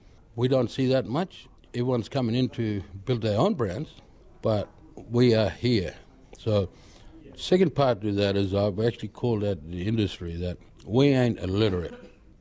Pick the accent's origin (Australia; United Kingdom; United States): Australia; Western Australia; We ain't moving. I ain't going anywhere. I'm from the Pilbara, built for it.